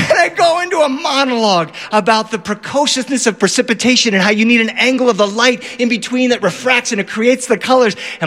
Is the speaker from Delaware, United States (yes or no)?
yes; Delaware, United States; now in Los Angeles, United States; I grew up on the East Coast. I grew up in Delaware.